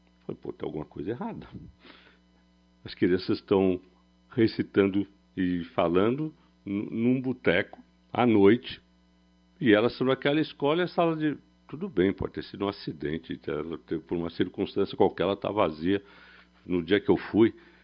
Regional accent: São Paulo, Brazil; Eu sou de uma, como eu disse, sou do Campo Limpo, Capão Redondo

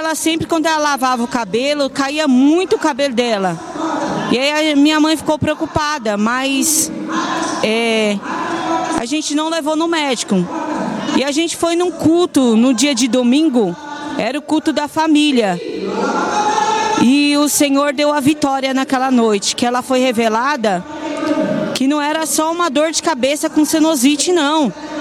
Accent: São Paulo, Brazil; Eu venho daqui de São Paulo mesmo.

